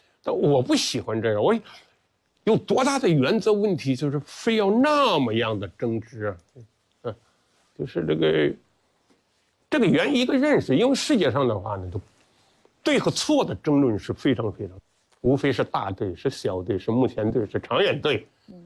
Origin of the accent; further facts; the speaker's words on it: Yanjin, Henan, China; moved away; 所以我们河南人的话呢，除了幽默，就是心胸也特别的宽广。